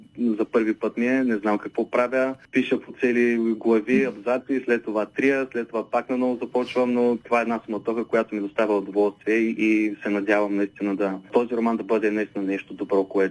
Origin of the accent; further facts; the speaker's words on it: Obzor, Burgas Province, Bulgaria; Живея в Обзор, народно съм от Обзор и живея в Обзор.